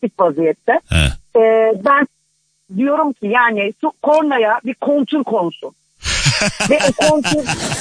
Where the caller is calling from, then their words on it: Istanbul, Turkey; İstanbul Üsküdar'dan arıyorum.